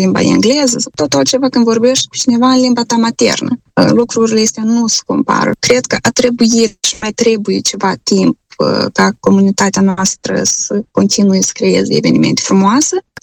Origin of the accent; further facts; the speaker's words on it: Moldova; Eu cel puțin sunt extrem de mândră că sunt moldoveancă. Cred că este important să nu uităm cine suntem, de unde venim, să nu uităm de tradițiile noastre, să nu uităm de limba noastră